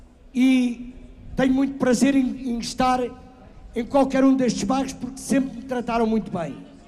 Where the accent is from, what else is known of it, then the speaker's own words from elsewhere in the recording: Amadora, Lisbon, Portugal; eu sou da Amadora. Sou da Amadora. Também sou da Alfama e também sou da Moraria